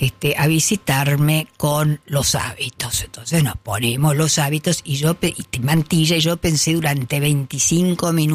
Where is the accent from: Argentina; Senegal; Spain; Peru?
Argentina; Entonces, yo había pensado, digo … de la Argentina.